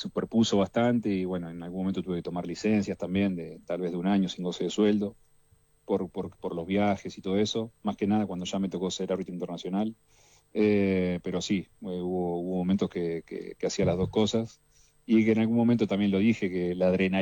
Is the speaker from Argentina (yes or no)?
yes; Tandil, Buenos Aires Province, Argentina; yo soy de Tandil.